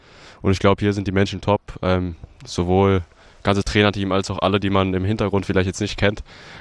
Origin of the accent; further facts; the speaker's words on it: Baden-Württemberg, Germany; also born or lived in Barcelona / Stuttgart; now in Elversberg, Germany; Ich komme aus dem Dorf in der Nähe von Freiburg, deswegen ist es keine große Umstellung. Ich bin die Ruhe gewohnt